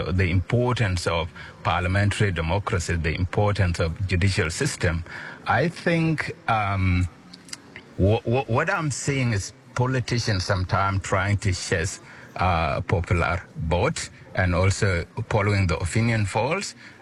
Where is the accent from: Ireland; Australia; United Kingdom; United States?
Australia; Australians are reaching out and talking about other issues happening around the world, we are actually being Australian. That is Australia.